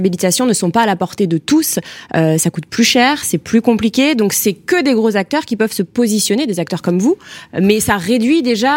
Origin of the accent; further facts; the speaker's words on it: Lyon, Auvergne-Rhône-Alpes, France; moi je suis lyonnaise